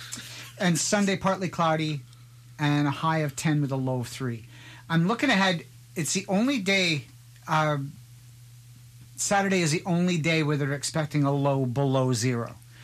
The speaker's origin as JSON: {"language": "English", "region": "Western Canada", "country": "Canada", "tie": "born or raised there", "moved": "yes", "said": "growing up in Western Canada"}